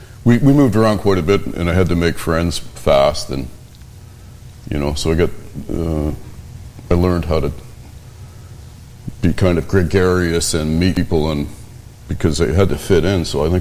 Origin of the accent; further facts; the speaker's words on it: Moncton, New Brunswick, Canada; also born or lived in Point Anne, Canada; I did, and I'm not originally from there. I'm from the East Coast. I was born in Moncton